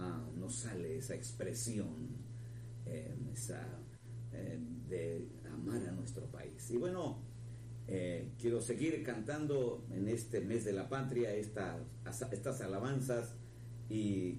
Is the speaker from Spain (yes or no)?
no; Mexico; Somos mexicanos y, bueno, en mi caso tengo la música mexicana en mi corazón.